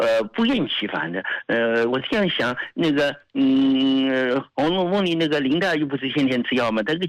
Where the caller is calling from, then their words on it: Hangzhou, Zhejiang, China; 我在杭州。